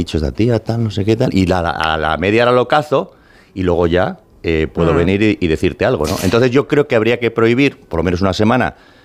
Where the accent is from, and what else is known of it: Spain